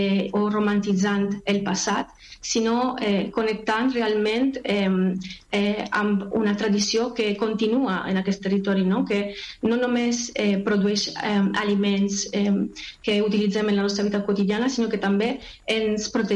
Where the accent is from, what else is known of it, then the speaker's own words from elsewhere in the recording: Valencian Community, Spain; el paper que té en la nostra identitat com a valencianes